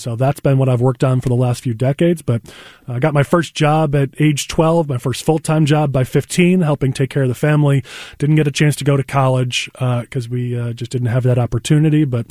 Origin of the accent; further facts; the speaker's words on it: Palatine, Illinois, United States; also born or lived in Batavia; Yeah, so born in Batavia, my family moved to the northwest suburbs, and I grew up in Palatine, spent a little time in Lake Zurich and Hawthorne Woods as well, but grew up in Palatine